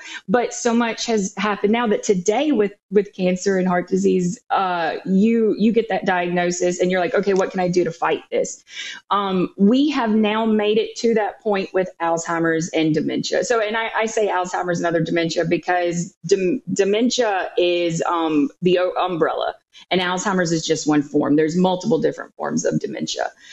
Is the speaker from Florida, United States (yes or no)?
no; Goshen, Mississippi, United States; now in Madison, United States; I am from the Mississippi Gulf Coast, so I live in Madison, Mississippi now, but I grew up in Goshen, so I'm a coastie. I'm a coastal girl.